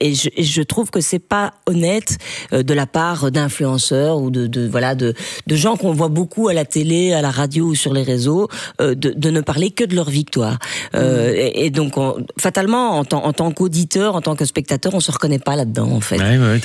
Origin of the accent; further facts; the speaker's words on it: Charleroi, Wallonia, Belgium; Et c'était compliqué à une période de dire je viens de Charleroi et de l'assumer. Maintenant, je le clame, je le crie haut et fort. Je suis fière de ma ville. Je suis fière de venir de là.